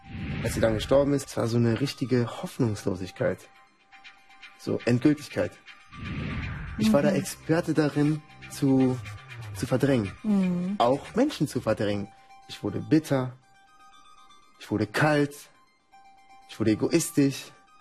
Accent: Colombia; Aber woran ich mich halt als Kind in Kolumbien stark erinnern kann, waren halt so ein paar übernatürliche Sachen, die passiert sind.

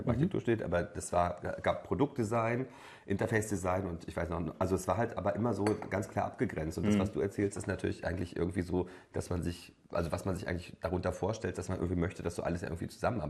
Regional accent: Mecklenburg-Vorpommern, Germany; Also wie gesagt, ich komme auch aus Mecklenburg-Vorpommern und meine Großeltern also kommen daher, wo du hergekommen.

